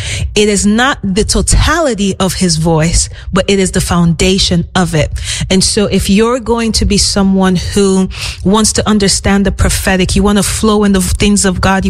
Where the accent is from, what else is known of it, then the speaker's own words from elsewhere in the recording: Nigeria; I grew up in Nigeria, you know, and Africa is no stranger to this.